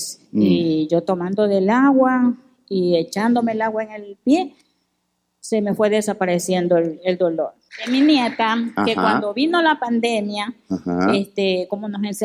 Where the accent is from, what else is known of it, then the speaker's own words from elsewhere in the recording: Daule, Guayas, Ecuador; Me dieron el pase aquí a Guayaquil porque yo soy de Daule.